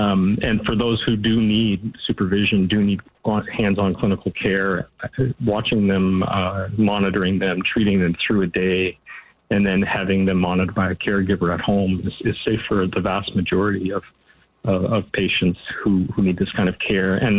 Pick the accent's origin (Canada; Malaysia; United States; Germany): Canada; southern Cape Breton Island, Nova Scotia; I was born and raised in Aarhushat and in the southern portion of the island, and I got to experience firsthand what trying to access healthcare looked like in a very rural area.